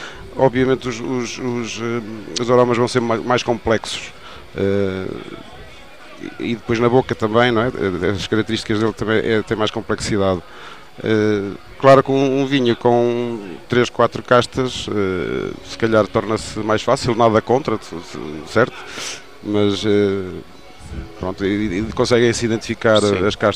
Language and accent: Portuguese; Pinhão, Norte, Portugal; born there; now in Macedo de Cavaleiros, Portugal; eu sou do Pinhão, não é? Conheço o Douro, nasci lá